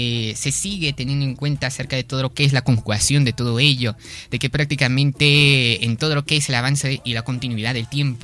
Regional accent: Peru

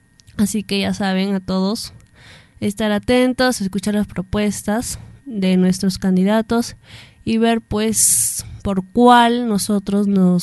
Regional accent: Peru; como buenos peruanos, como buenos compatriotas.

